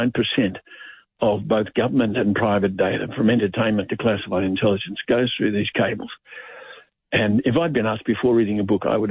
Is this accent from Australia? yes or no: yes; Australia; But if, as Australians, we want to get focused, you want a deeper knowledge, read the book.